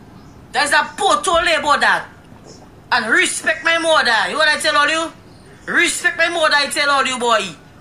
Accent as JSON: {"language": "English", "region": "Scotland", "country": "United Kingdom", "said": "And she loves Dennis Charles, because we're from Scotland, okay?"}